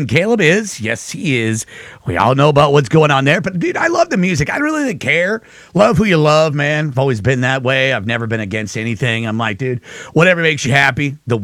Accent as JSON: {"language": "English", "region": "Nebraska", "country": "United States", "tie": "born or raised there", "said": "I was raised in Nebraska."}